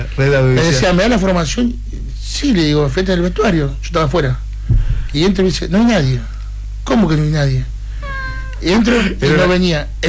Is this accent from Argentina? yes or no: yes; Buenos Aires, Argentina; Soy porteño, también veo mucho esos partidos.